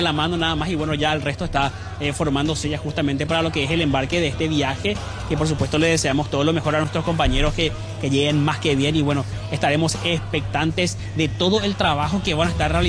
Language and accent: Spanish; Paraguay; como buenos y fieles paraguayos que somos